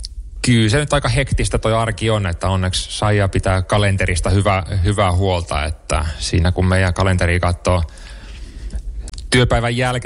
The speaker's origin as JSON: {"language": "Finnish", "town": "Rauma", "region": "Satakunta", "country": "Finland", "tie": "born or raised there", "moved": "as an adult", "lives_now": "Oulu, Finland", "said": "Rauman Lukon junnuihin aikoinaan menin. Olisinko 7-vuotias ollut silloin"}